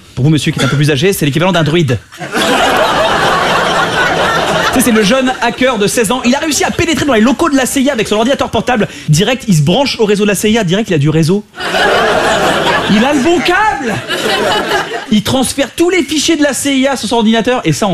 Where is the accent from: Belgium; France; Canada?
France; Je suis sûr que chez nous en France, dans quelques années, on aura notre Gilbert.